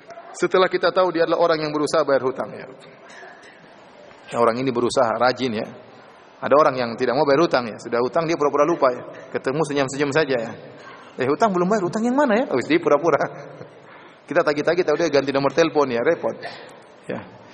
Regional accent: Indonesia; also born or lived in Medina, Saudi Arabia; mahasiswa Indonesia miskin-miskin juga seperti saya.

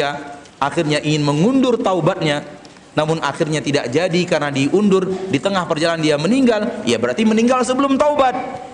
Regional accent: West Sumatra, Indonesia; Kita ini orang Minang, Pak. Kita ini orang Minang, udah tahu kita.

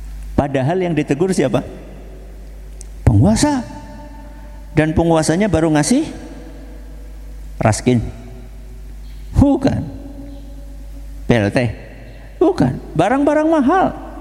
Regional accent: Java, Indonesia; apalagi kita ini orang Jawa.

